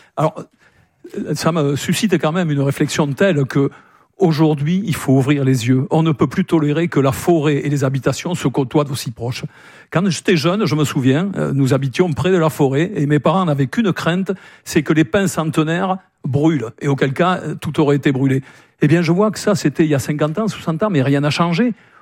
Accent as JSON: {"language": "French", "region": "Nouvelle-Aquitaine", "country": "France", "said": "dans ma région d'origine, du côté de Mousteil, dans la Haute-Lande"}